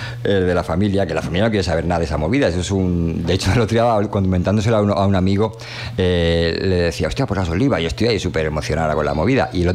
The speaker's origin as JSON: {"language": "Spanish", "town": "Toledo", "region": "Castilla-La Mancha", "country": "Spain", "tie": "born there", "moved": "yes", "said": "yo nací en Toledo."}